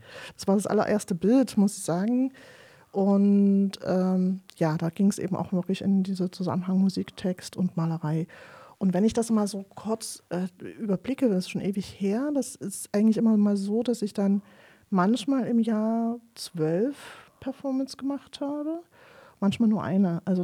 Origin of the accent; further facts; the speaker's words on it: Leipzig, Saxony, Germany; Jedenfalls bin ich in Leipzig groß geworden.